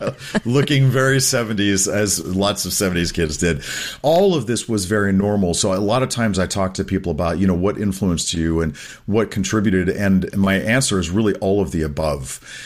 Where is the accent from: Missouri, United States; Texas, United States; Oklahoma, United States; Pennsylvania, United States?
Oklahoma, United States; this was actually quite normal that I was saturated in the arts as an American Indian in the state of Oklahoma.